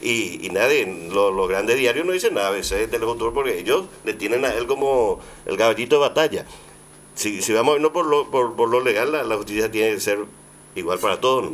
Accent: Pilar, Ñeembucú, Paraguay; vos sos de Pilar, ahí de la campaña

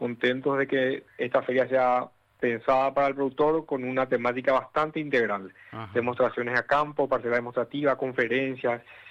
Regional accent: Paraguay

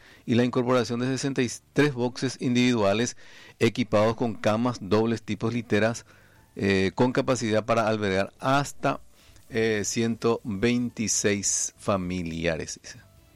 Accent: Paraguay; Porque así somos los paraguayos, lamentablemente.

